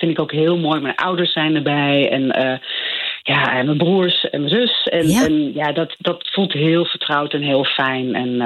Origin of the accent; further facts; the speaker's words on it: Overijssel, Netherlands; accent: Twents; first language Twents; Dutch is a second language; Ik wilde in het Twents zingen, had ik bedacht. Gewoon terug naar mijn moedertaal.